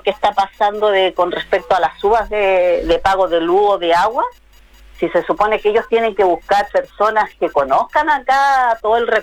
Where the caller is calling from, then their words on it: Illapel, Coquimbo, Chile; nosotros los yapelinos